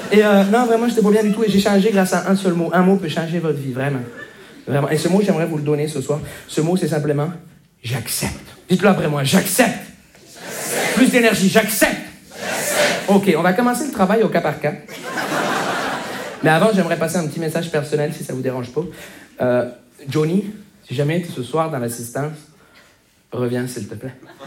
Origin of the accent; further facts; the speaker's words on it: Montreal, Quebec, Canada; Bonjour, je me présente … je viens de Montréal.